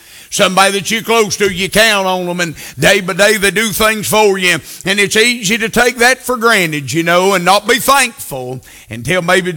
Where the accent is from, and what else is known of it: United States